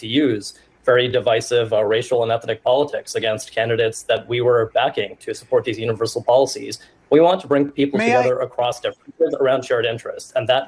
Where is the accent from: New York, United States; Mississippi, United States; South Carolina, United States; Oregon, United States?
New York, United States; New York City; Rudy Giuliani was mayor when I was growing up in New York City.